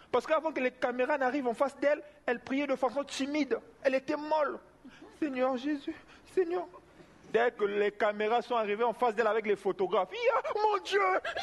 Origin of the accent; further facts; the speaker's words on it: Brazzaville, Republic of the Congo; Et chez nous, à Brazzaville